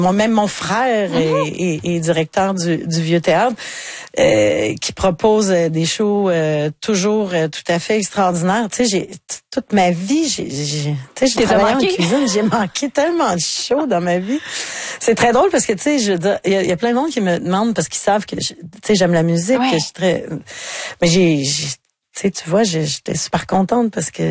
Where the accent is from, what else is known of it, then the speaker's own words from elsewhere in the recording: Quebec, Canada; puis chez nous, dans le Bas-Saint-Laurent, tu sais, avec le vieux théâtre de Saint-Fabien, avec le théâtre du Bic